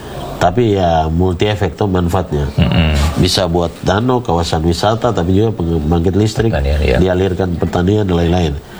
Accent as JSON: {"language": "Indonesian", "region": "Papua", "country": "Indonesia", "said": "kita Papua ini"}